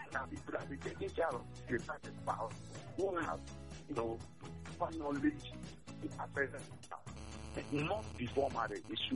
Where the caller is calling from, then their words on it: Aba, Abia, Nigeria; I'm calling from Aba. I'm a lawyer.